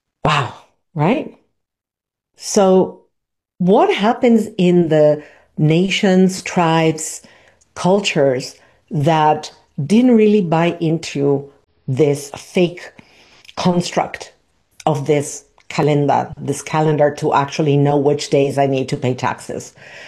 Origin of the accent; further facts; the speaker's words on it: Argentina; moved away as an adult; I was born and raised in Argentina and I lived in the southern hemisphere until I was nearly 30 years old. So for me, it's very, I still have friends and family. My mom is there.